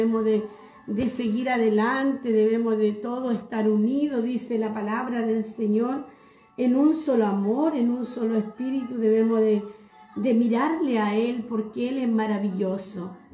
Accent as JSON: {"language": "Spanish", "country": "Chile", "said": "somos chilenos de corazón."}